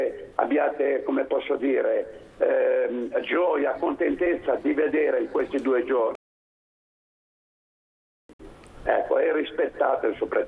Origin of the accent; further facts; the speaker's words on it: Pontedecimo, Liguria, Italy; sono di Ponte Decimo.